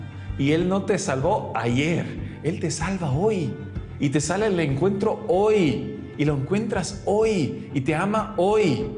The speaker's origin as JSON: {"language": "Spanish", "country": "Italy", "first_language": "German", "second_language": "Spanish", "said": "soy italiano, de habla alemana, y viajo mucho por Europa"}